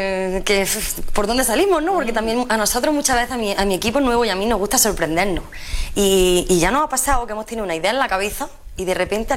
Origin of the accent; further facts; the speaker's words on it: Úbeda, Andalusia, Spain; moved away as an adult; mi pueblo, el Marmo, pueblo muy chiquito